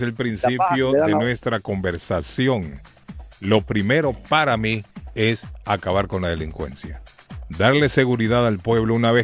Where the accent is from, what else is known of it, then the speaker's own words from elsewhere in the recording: United States; pero yo no soy de aquí, yo vengo de Estados Unidos.